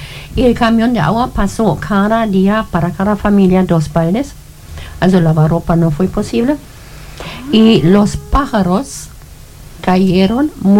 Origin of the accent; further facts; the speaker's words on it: Magdeburg, Saxony-Anhalt, Germany; Spanish is a second language; now in Chile; yo soy de Magdeburgo, la capital de Sachsen-Anhalt, Alemania Este.